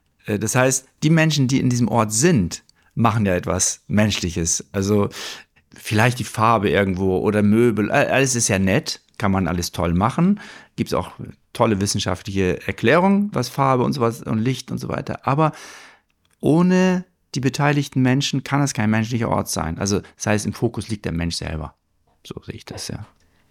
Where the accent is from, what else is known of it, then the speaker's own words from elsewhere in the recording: Germany; Ich bin ja aufgewachsen in Deutschland